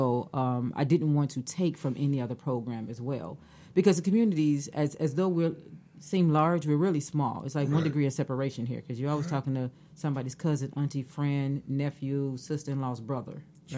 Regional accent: Chicago, Illinois, United States; moved away; I'm from Chicago. You know, I came down here about 8 years ago.

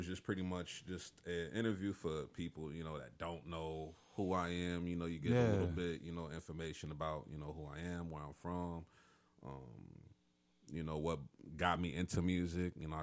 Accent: Illinois, United States; he from the Ville, my hometown, so that's another 217 repping right there.

